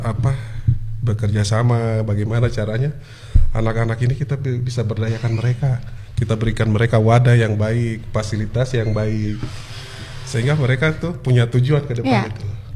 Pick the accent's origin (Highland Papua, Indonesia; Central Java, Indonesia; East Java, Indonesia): Highland Papua, Indonesia; also born or lived in Wamena; Saya orang Tolikara.